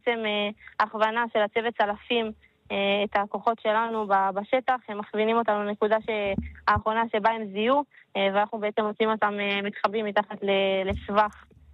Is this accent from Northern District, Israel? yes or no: yes; Karmiel, Northern District, Israel; אני מקרמיאל.